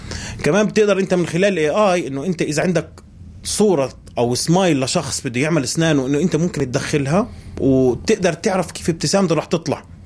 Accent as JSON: {"language": "Arabic", "town": "Hebron", "region": "Hebron Governorate", "country": "Palestine", "also_born_or_lived": "Egypt", "moved": "as an adult", "said": "انا اصلي من الخليل"}